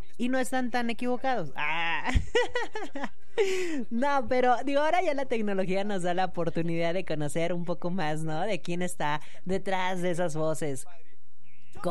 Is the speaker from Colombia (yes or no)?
no; Mexico; now in United States; para nosotros como... como mexicanos, como latinos